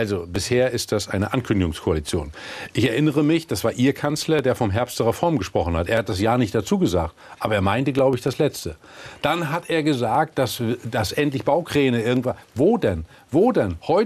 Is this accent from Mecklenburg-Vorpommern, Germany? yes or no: yes; Mecklenburg-Vorpommern, Germany; in meiner Heimat in Mecklenburg-Vorpommern wird das anders sein.